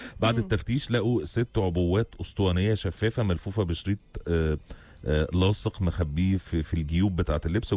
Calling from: Riyadh, Riyadh Province, Saudi Arabia; بسمعكم انا وجوزي من الرياض محشورين في الزحمه في زحمه في الرياض

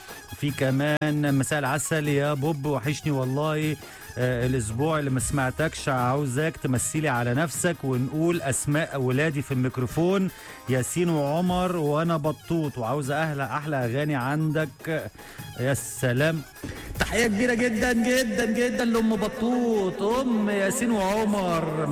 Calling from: Tunisia; من تونس عايز بعد إذنك أسمع مزيكا شهيصة للنجم

